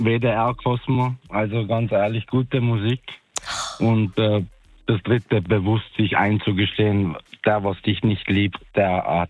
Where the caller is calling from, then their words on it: Tyrol, Austria; Wir kommen aus Tirol